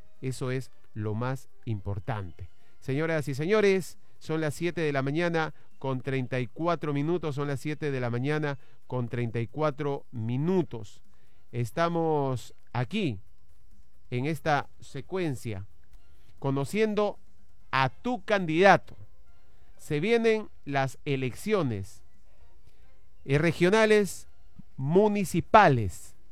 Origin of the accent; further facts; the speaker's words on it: Peru; si somos peruanos y queremos nuestra patria y tenemos identidad